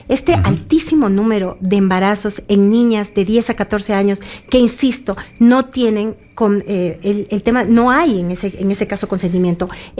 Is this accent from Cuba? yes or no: no; Esmeraldas, Ecuador; now in Quito, Ecuador; yo soy de Esmeraldas, vivo ya muchos años acá en Quito, pero yo soy de Esmeraldas